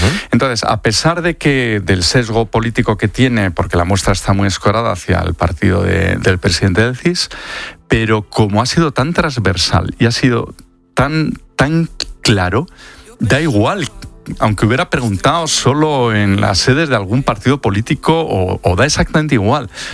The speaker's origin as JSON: {"language": "Spanish", "country": "Spain", "said": "es que como español te llena de orgullo."}